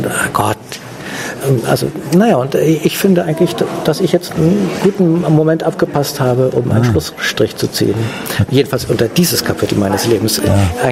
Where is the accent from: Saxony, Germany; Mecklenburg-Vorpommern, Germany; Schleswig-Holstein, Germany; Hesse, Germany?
Schleswig-Holstein, Germany; Ich habe ein Haus mit Blick auf die Ostsee und also in meiner Heimat Ostholstein, da bin ich aufgewachsen.